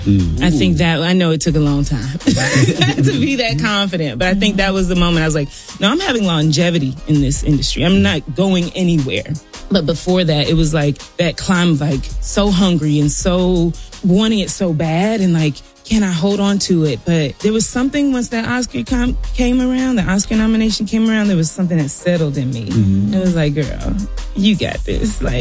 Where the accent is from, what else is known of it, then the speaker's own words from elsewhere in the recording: South Carolina, United States; she looked in the playbill and saw that I was from South Carolina.